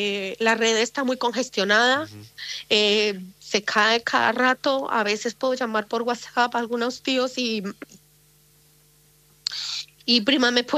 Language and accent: Spanish; Pereira, Risaralda, Colombia; now in La Plata, Argentina; yo soy de la ciudad de Pereira, el departamento de Risaralda.